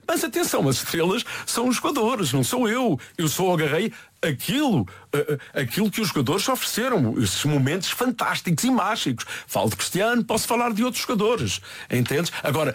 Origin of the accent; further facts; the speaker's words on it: Santarém, Portugal; Natural de Santarém, sou português.